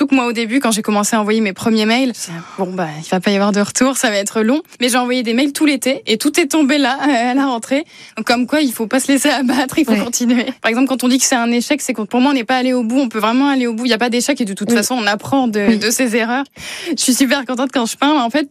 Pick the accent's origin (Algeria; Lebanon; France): France; Châteauroux, Centre-Val de Loire; born there; moved away as an adult; now in Saint-Cyr-sur-Loire, France; je vivais à Châteauroux. Moi, je suis née à Châteauroux, je suis pas née à Tours. Pendant mes études, je suis venue ici.